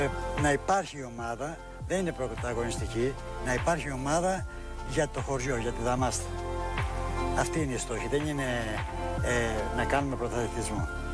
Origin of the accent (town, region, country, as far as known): Damasta, Crete, Greece; moved away; also born or lived in Athens